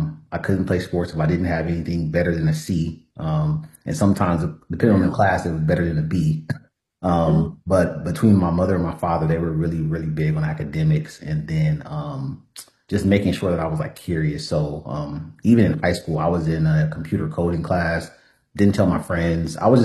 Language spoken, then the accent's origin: English; Los Angeles, California, United States; But going back, I grew up in South Central L.A., first college generational graduate.